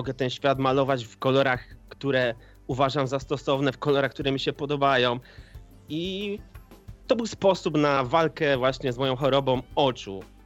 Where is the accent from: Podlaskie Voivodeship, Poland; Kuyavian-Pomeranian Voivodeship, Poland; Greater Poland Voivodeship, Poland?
Greater Poland Voivodeship, Poland; Kalisz; Jestem kaliszaninem, Polakiem, człowiekiem